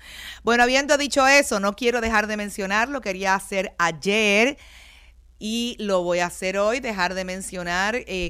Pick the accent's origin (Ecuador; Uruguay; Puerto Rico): Puerto Rico; Hato Rey; Yo me crié muy, muy cerca de la barriada Las Monjas. Yo me crié en Floral Park, también en Atorrey, cerquita de Las Monjas.